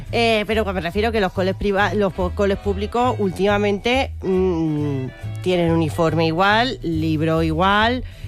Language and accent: Spanish; Region of Murcia, Spain; Estas son de mi tierra, que sí, ¿verdad?